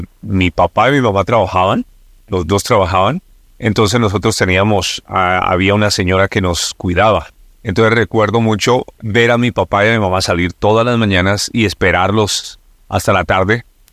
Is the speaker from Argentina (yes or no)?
no; Bogotá, Colombia; yo soy de Bogotá, Colombia. Nací por allá en el año 77. Yo tengo cuatro hermanos. Nací en una familia que no era cristiana